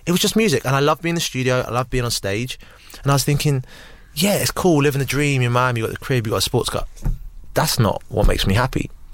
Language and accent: English; Southampton, South East England, United Kingdom; now in London, United Kingdom; Well, I mean, growing up in there, all you know is the environment that you're in. But when I moved out to London